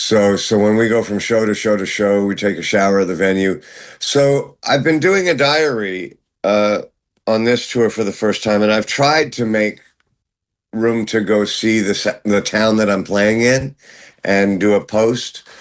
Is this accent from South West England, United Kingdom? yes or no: no; London, United Kingdom; born there; Yes, I was born in London at St. Mary's Hospital, and yeah, and my family is actually from Scotland, both sets of grandparents